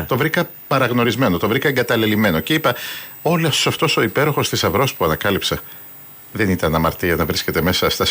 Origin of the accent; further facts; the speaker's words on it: Athens, Attica, Greece; born there; also born or lived in Mumbai, India; Όταν ήρθα εδώ στην Αθήνα ήμουνα ένας μπέμπις που δεν τον έπιανε το μάτι σου.